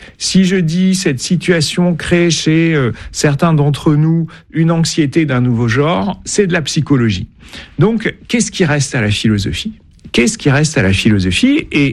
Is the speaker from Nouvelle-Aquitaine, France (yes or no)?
yes; Nouvelle-Aquitaine, France; mais j'ai grandi dans les Landes, le littoral atlantique c'est une région que j'aime beaucoup